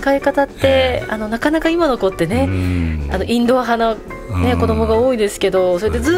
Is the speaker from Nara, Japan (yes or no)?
no; Aomori, Japan; 青森出身ですごい田舎者なので、